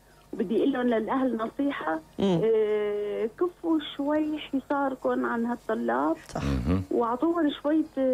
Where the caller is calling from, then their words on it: Damascus, Damascus Governorate, Syria; انا شاميه اصليه.